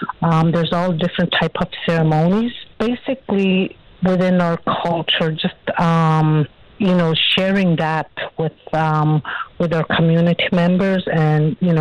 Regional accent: Alberta, Canada

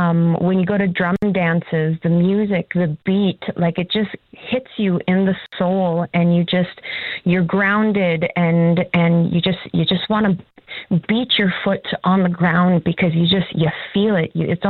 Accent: Yellowknife, Northwest Territories, Canada; Growing up in Yellowknife, the school that I went to, there were very few Indigenous people.

